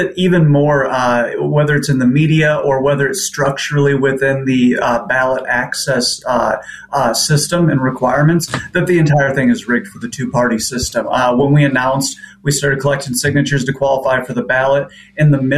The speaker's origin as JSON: {"language": "English", "town": "West Union", "region": "Iowa", "country": "United States", "tie": "born or raised there", "said": "I grew up working class poor in West Union, Iowa. It's in the rural northeast of Iowa, just shy of getting up into the Driftless Plains region."}